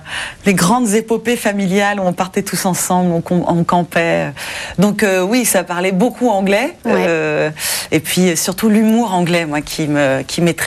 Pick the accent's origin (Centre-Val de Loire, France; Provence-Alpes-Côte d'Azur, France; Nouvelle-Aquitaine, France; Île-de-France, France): Île-de-France, France; Paris; Oui, je suis née à Paris.